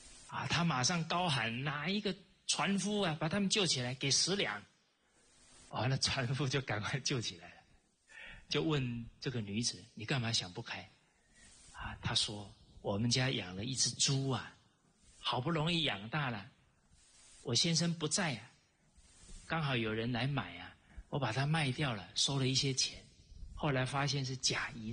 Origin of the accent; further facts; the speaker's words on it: China; 而我们中国人讲伦理，不只是家庭的这三个伦理，他一延伸到整个社会都是伦理。